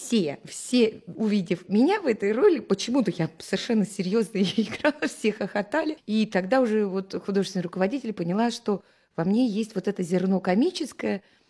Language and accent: Russian; Yaroslavl, Yaroslavl Oblast, Russia; На время поехали, папа мой здесь родился, а уже я родилась в Ярославле, как-то, ну, осели, ассимилировались, я вообще ни о чем не жалею, прекрасный город.